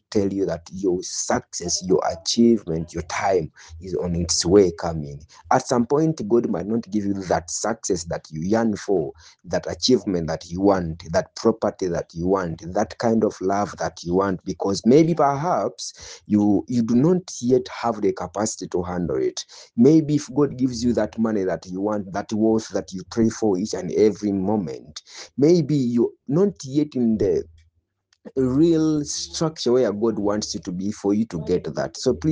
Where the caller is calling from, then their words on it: Nakawa, Central Region, Uganda; English is a second language; I'm addressing in from Nakawa and the neighborhood.